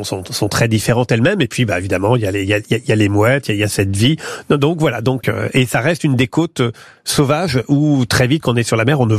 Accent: Pont-de-l'Arche, Normandy, France; ma ville natale, Pont de l'Arche, qui est une petite

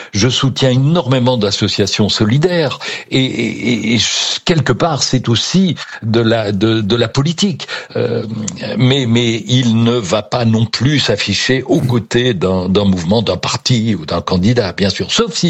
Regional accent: Belgium; Non, alors moi, je peux pas, je suis belge

